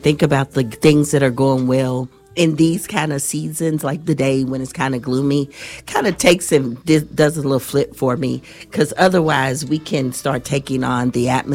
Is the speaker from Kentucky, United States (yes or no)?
yes; Zion Hill, Kentucky, United States; because we all came from Zion Hill, we claim each other, even if we're not related.